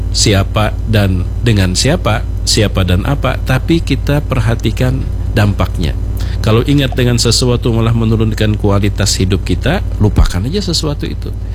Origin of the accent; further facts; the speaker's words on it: Kalimantan, Indonesia; Apalagi kita ini orang Kalimantan